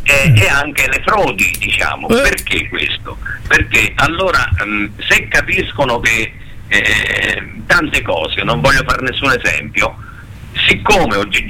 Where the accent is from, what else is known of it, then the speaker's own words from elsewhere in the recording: Tuscany, Italy; Ma io da buon toscano lo dico